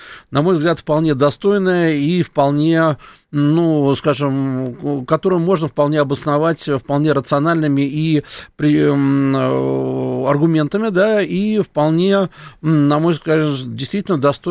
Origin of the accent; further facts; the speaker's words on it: Moscow, Russia; Я человек как бы москвич, я уже привык к этой атмосфере.